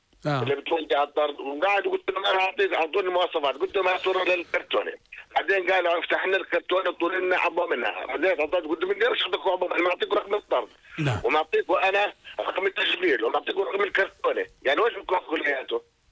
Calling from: Jordan; داخل المملكة الأردنية

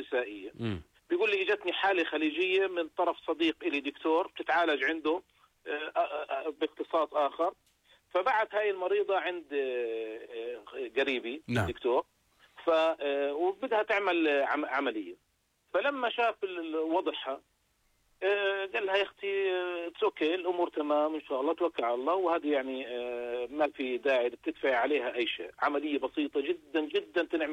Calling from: Jordan; يعني أنا بقول واحد عندنا بالأردن دخله راتبه 500 دينار.

